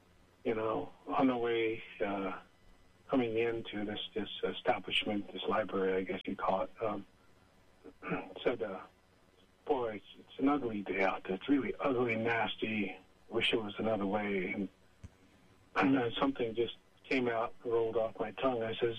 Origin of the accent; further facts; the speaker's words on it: South Dakota, United States; I think that's part of where or why I come from the Black Hills. Is I could say I'm proud, I could say I come from a warrior nation, I could come say all those things, but those all seem to be very uncoming as a Lakota